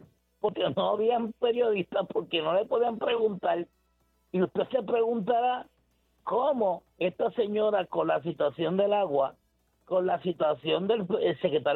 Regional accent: Puerto Rico; Es que soy puertorriqueña igual que ustedes

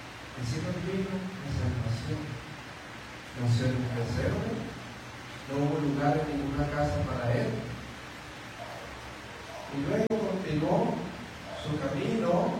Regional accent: Colombia; moved away; En mi país, Colombia

